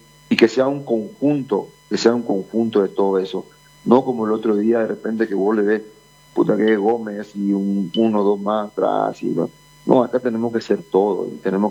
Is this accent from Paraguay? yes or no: yes; Paraguay